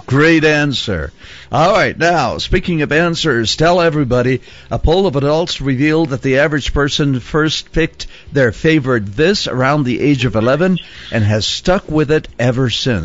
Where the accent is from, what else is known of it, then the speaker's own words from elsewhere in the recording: Egypt; moved away; I was born and raised in Egypt when I was only about 6 or 7 years old at that time